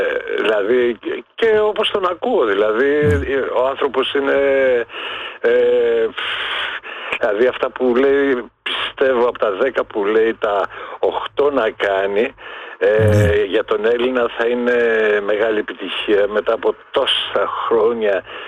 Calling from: Germany; από Γερμανία.

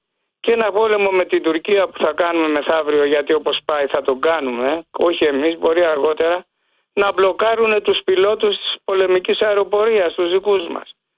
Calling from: Greece

